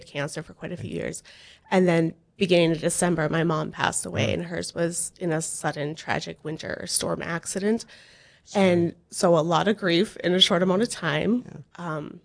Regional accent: Buchanan, North Dakota, United States; We started in, well, I'm originally from Buchanan, and then he's from Jamestown.

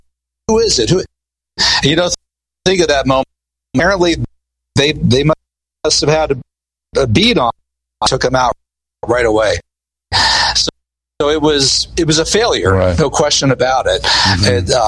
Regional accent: Butler, Pennsylvania, United States; I'm actually from Butler, Pennsylvania.

